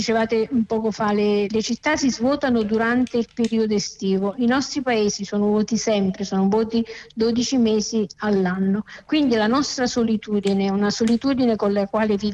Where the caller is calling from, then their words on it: Pontelandolfo, Campania, Italy; io vengo da Ponte Landolfo, che è un paesino della provincia di Benevento.